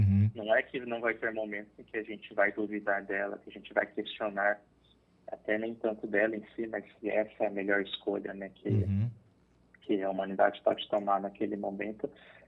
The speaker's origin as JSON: {"language": "Portuguese", "town": "Ribeirão Preto", "region": "São Paulo", "country": "Brazil", "said": "eu sou de Ribeirão Preto, São Paulo"}